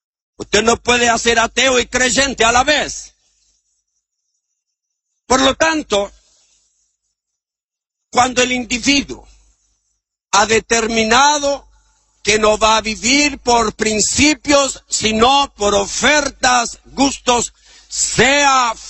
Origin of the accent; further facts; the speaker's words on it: Chile; en mi país, en Chile